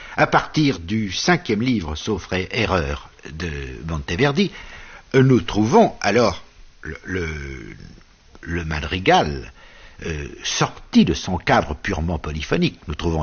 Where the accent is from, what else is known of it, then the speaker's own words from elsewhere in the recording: France; chez nous, en France